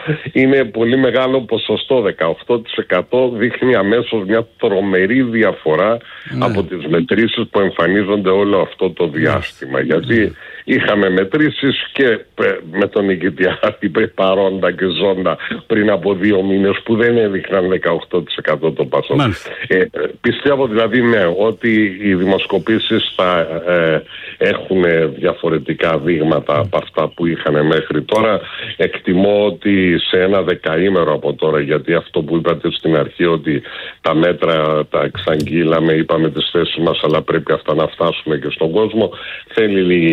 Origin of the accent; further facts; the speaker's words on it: Kos, South Aegean, Greece; Εγώ κατάγομαι από τη Δωδεκάνησο, στην ΚΟ είναι το σπίτι μου.